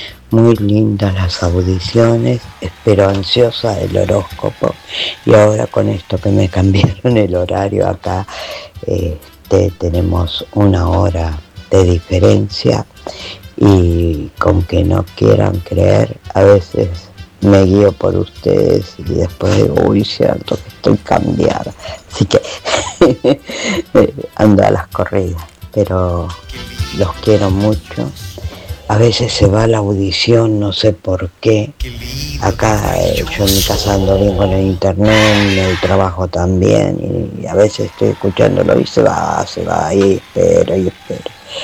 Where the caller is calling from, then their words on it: Argentina; de Argentina